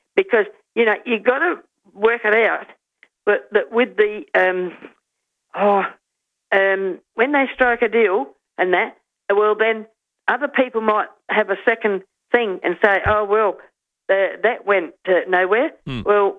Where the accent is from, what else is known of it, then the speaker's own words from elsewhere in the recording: Snowtown, South Australia, Australia; born there; I was born in Snowtown